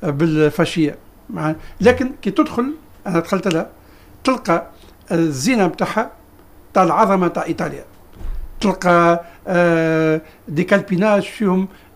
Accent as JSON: {"language": "Arabic", "town": "Nabeul", "region": "Nabeul Governorate", "country": "Tunisia", "said": "كما عندنا البحائر في نابل"}